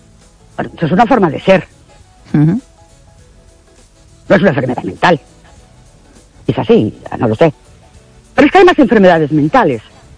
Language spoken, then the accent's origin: Spanish; Ourense, Galicia, Spain; Buenas noches … de Orense.